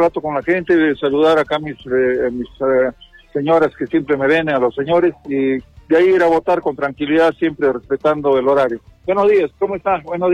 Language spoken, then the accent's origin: Spanish; Arequipa, Peru